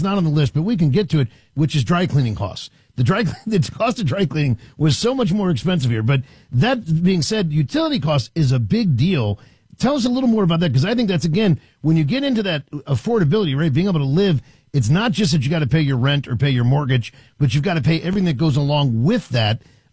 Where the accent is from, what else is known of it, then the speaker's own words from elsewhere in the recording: Washington, District of Columbia, United States; moved away as an adult; now in Wisconsin, United States; I'm a refugee from Washington, D.C., where I was born and raised. One of the things that when I moved here in 2007 that struck me